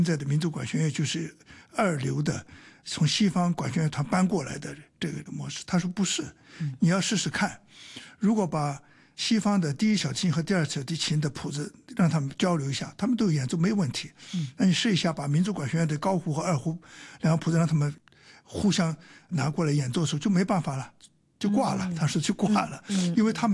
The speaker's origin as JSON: {"language": "Chinese", "country": "Hong Kong", "said": "但我们香港人喜欢这么说交响化，"}